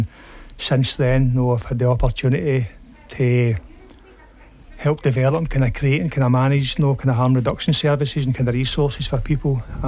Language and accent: English; Glasgow, Scotland, United Kingdom; I grew up in the East End of Glasgow.